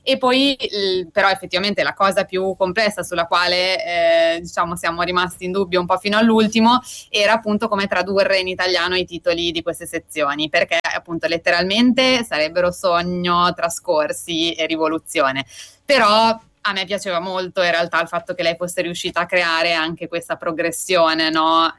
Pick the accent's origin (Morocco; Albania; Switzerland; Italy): Morocco; la regione da cui io vengo, io sono nata e cresciuta in Marocco